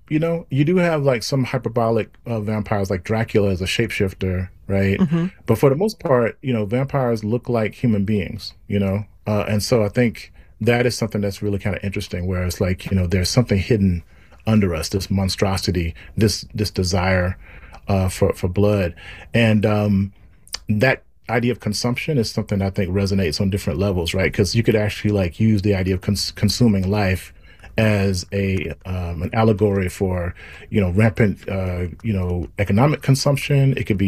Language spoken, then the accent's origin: English; Mississippi, United States; I'm from Mississippi, and I grew up with the blues, and I grew up in those spaces and gyp joints and things of that nature